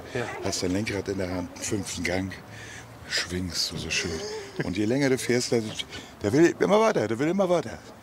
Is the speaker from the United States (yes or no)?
no; Hamburg, Germany; Ja, ich bin ursprünglich Hamburger, aber lebe schon seit über 20 Jahren in Schleswig-Holstein.